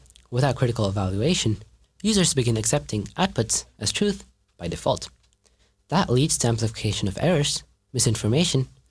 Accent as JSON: {"language": "English", "country": "India", "said": "I'm from India and also 15."}